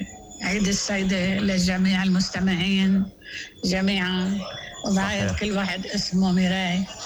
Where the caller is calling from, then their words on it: Mansourieh, Mount Lebanon, Lebanon; معك أتينا من المنصورية.